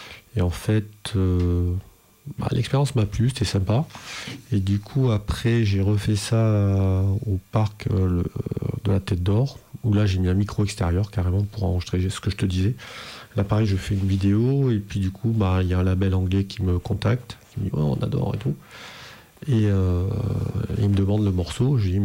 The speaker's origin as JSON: {"language": "French", "country": "France", "said": "je suis français"}